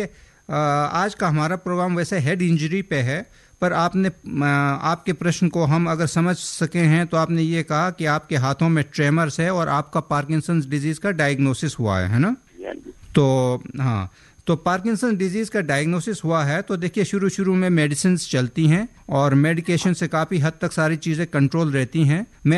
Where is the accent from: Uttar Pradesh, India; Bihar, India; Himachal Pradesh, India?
Himachal Pradesh, India; मैं भी पहाड़ी हूँ, मैं हिमाचल से हूँ।